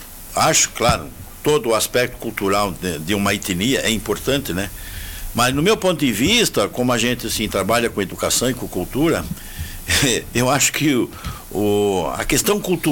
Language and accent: Portuguese; Brazil